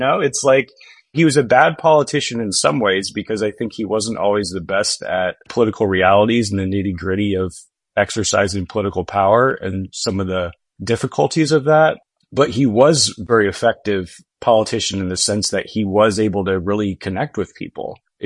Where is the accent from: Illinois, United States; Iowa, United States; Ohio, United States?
Iowa, United States; moved away; I grew up in Iowa and most of my family's still back there. And, you know, I identify very strongly with the region too.